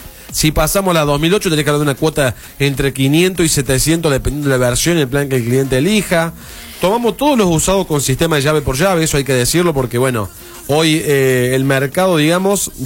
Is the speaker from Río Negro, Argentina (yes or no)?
no; Laboulaye, Córdoba, Argentina; yo soy oriundo de La Bulaye justamente